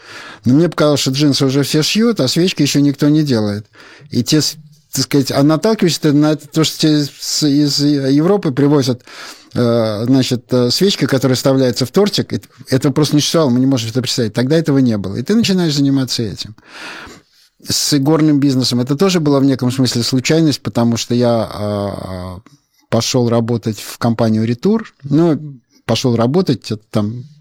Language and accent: Russian; Saint Petersburg, Russia; now in Moscow, Russia; я как питерский человек